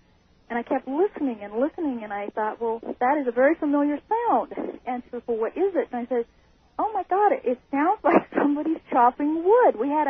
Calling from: Kelso, Montana, United States; Hi. I'm calling from Kelso, Montana.

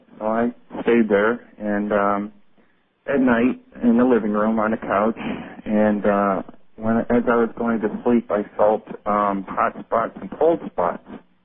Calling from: Syracuse, New York, United States; from Syracuse, New York.

